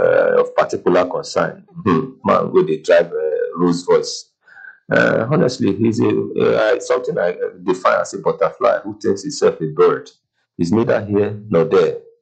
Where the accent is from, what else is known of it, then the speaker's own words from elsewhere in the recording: Nigeria; We should remember that we are Nigerian.